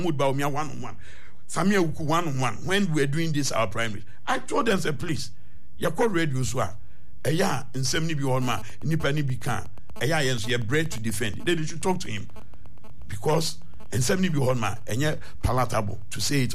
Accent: Ghana; Matisse Mu discussed here as a Ghanaian

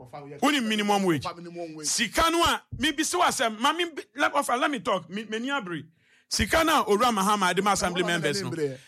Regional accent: Ghana; I'm telling you my pain as a Ghanaian.

